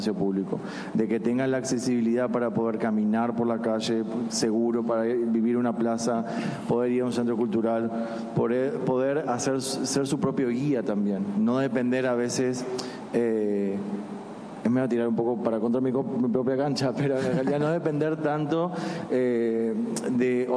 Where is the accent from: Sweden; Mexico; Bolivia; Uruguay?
Uruguay; moved away as an adult; Yo como extranjero vivo hace 10 años, yo soy uruguayo y vivo hace 10 años acá